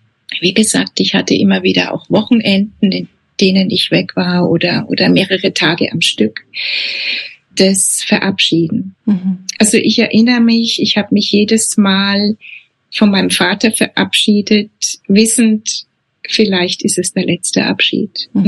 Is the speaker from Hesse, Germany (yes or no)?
no; Bavaria, Germany; also ich bin aus dem Unterfränkischen